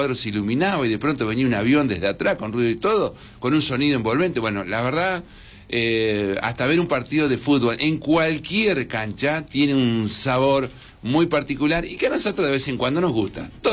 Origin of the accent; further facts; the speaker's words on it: Argentina; si los argentinos somos discriminatorios a nivel general